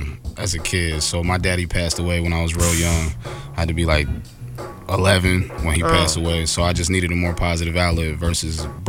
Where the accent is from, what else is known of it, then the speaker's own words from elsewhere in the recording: Lancaster, Pennsylvania, United States; So I'm from Lancaster, Pennsylvania.